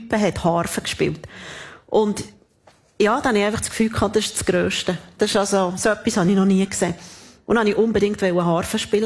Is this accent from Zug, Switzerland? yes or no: no; Thun, Bern, Switzerland; also ich bin in Thun aufgewachsen